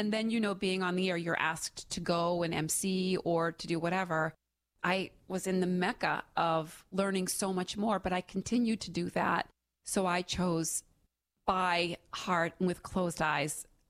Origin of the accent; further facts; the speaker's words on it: Stoneham, Massachusetts, United States; I grew up in Stoneham.